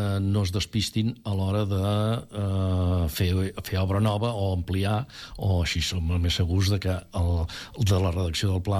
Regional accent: Catalonia, Spain

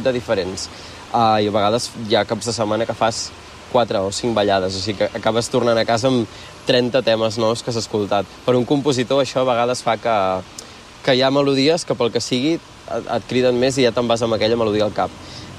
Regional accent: Tordera, Catalonia, Spain; aquí no sé si és perquè és el meu poble

